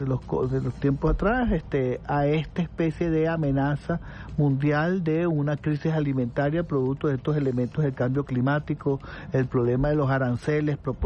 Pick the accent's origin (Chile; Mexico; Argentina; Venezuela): Venezuela; comprender lo que somos como venezolanos